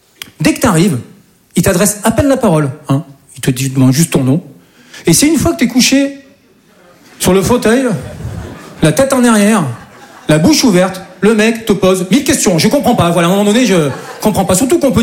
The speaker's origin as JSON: {"language": "French", "region": "south of France", "country": "France", "lives_now": "Paris, France", "said": "Je dis ça parce que moi, je viens du sud de la France. Et chez nous, c'est un peu plus tranquille, quoi. Et, moi, voilà, je suis monté sur Paris, voilà, pour devenir comédien."}